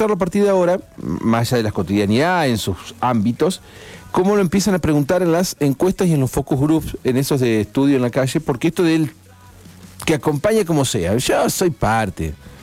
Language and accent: Spanish; Argentina